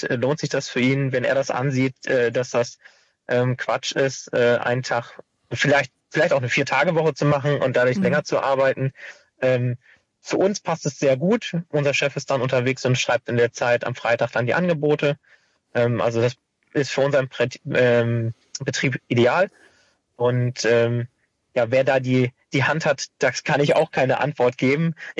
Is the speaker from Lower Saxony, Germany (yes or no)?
yes; Bad Laer, Lower Saxony, Germany